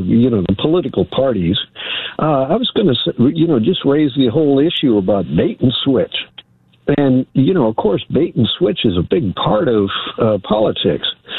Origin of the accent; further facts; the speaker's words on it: St. Louis, Missouri, United States; moved away as an adult; now in Sacramento, United States; Oh, no, I'm originally from St. Louis.